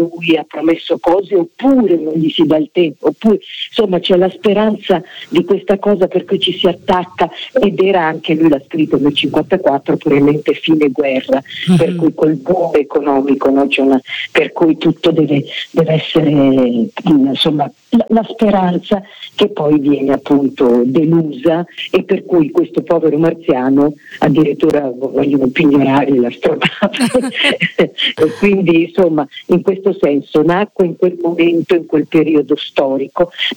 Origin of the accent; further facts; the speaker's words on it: Milan, Lombardy, Italy; per me che sono di Milano